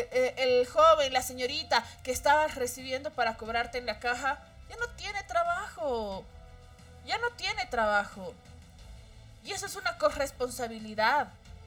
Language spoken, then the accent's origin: Spanish; Bolivia; estoy pensando como boliviana